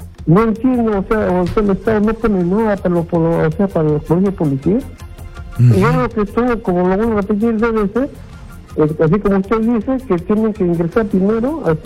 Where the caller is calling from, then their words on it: Lima, Peru; yo vivo en Puente Piedra, casi en donde que está el colegio de policía.